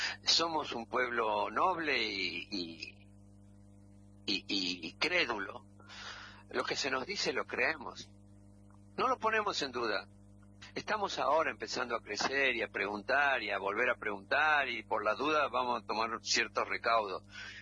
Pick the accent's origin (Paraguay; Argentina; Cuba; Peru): Argentina; Tucumán; born there; Soy tucumano de nacimiento, nací de Berta y Rubén